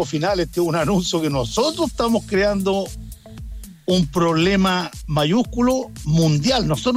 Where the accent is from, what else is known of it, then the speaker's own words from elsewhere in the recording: Santiago, Santiago Metropolitan Region, Chile; Yo me crié en Santiago desde los 4 años.